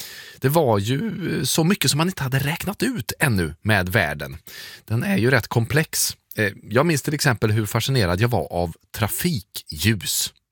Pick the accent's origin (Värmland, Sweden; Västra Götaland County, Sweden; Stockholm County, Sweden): Värmland, Sweden; Munkfors; Det fanns ju inga i Munkfors där jag växte upp.